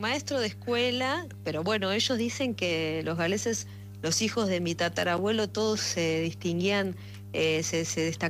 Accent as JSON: {"language": "Spanish", "region": "Buenos Aires", "country": "Argentina", "said": "Yo soy de Barracas."}